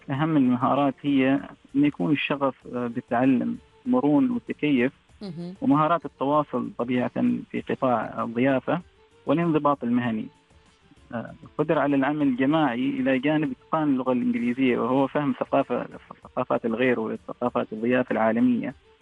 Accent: Oman; ونحن كعمانيين

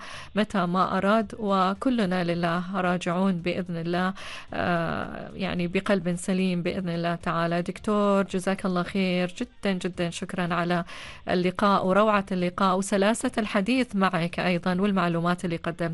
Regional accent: Oman; عندنا في سلطنة عمان

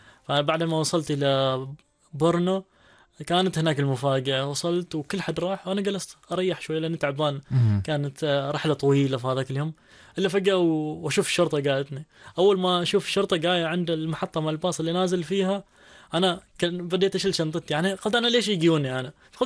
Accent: Manah, Ad Dakhiliyah, Oman; born there; انا من سلطنه عمان. وش قاعد تسوي؟ سياحه يعني. بعدين شويه من الارتباك سالني وين مولود، قلت له في نزوه منح

